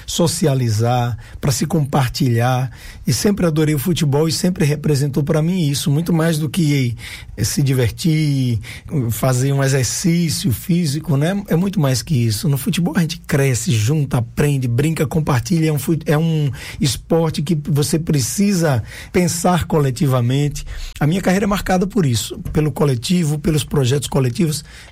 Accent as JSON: {"language": "Portuguese", "region": "Bahia", "country": "Brazil", "said": "e a gente é baiano especialmente"}